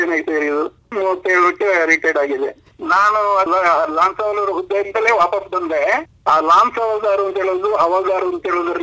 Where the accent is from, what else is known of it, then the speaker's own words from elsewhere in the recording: Karnataka, India; also born or lived in Hyderabad; ನಾನು ಕಾಲೂರವನು